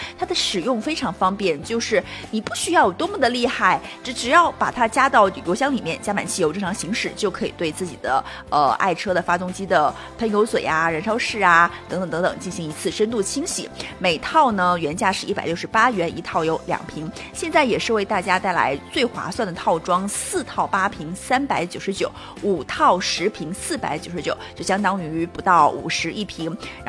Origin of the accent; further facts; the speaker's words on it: Jiangxi, China; 我们江西人